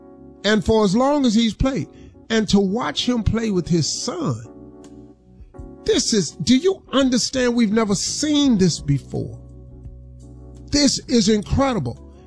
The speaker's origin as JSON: {"language": "English", "town": "Cleveland", "region": "Ohio", "country": "United States", "said": "Because I'm from Cleveland. He gave us the only championship we've ever had in that city, in any sport."}